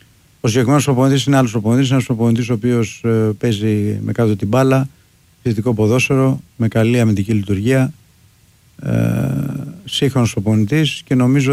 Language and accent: Greek; Heraklion, Crete, Greece; Είμαι και από το Ηράκλειο.